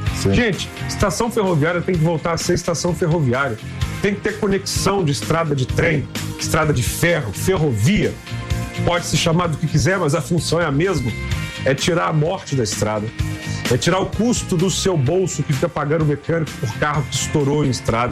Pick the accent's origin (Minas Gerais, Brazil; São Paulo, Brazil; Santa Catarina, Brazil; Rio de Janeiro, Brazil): Minas Gerais, Brazil; Belo Horizonte; Eu sou belo-horizontino.